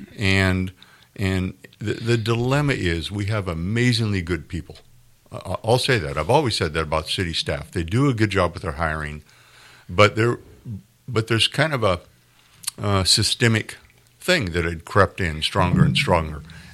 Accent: Redding, California, United States; also born or lived in Anderson, California; I'm a fifth generation far northern California. Have very proud of my cattle and cowboy roots coming out of Modoc County, my mom's side. I was born in Reading. Went to school in Anderson High School

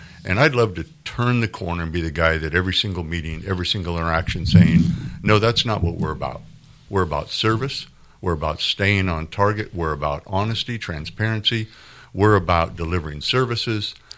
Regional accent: Redding, California, United States; also born or lived in Anderson, California; I'm a fifth generation far northern California. Have very proud of my cattle and cowboy roots coming out of Modoc County, my mom's side. I was born in Reading. Went to school in Anderson High School

